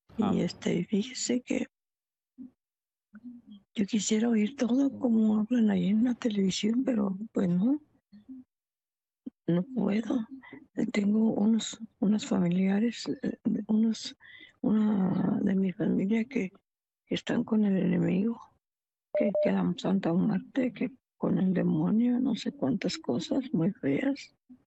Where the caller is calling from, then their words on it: Michoacán, Mexico; soy de Michoacán.